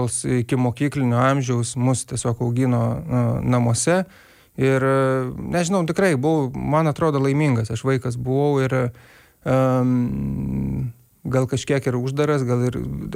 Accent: Ukmergė, Vilnius County, Lithuania; Užaugau Ukmergėje, užaugau tokioj vietoj, kad vienoj gatvės pusėj buvo mūsų namai, kitoj gatvės pusėj buvo senelių namai.

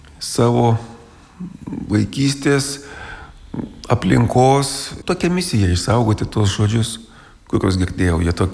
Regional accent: Samogitia, Lithuania; Kadangi aš taip gyvenu, tai Žemaitijoje vis tiek aš iš jos esu neišėjęs. Ir žmona mano žemaitė, tai mes šnekam žemaitiškai namus.

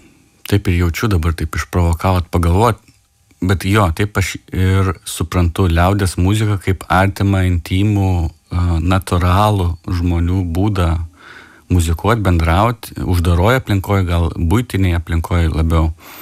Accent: Šiauliai, Šiauliai County, Lithuania; born there; aš mokiausi 8 metus Šiaulių didžiojo gimnazijoje ir paskutinis 4 metus Šiaulių konservatorijoje.

